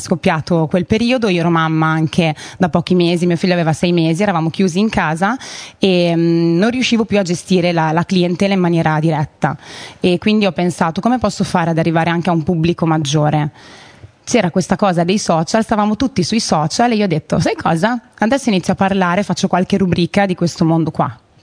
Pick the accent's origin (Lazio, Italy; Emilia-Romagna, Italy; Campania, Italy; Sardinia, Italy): Emilia-Romagna, Italy; moved away as an adult; also born or lived in Milan; now in Bologna, Italy; più nelle mie zone, quindi in Romagna, perché io sono romagnola. E quando mi sono poi trasferita a Milano, ho conosciuto dopo poco il mio attuale compagno, ho lasciato Milano per andare a Bologna.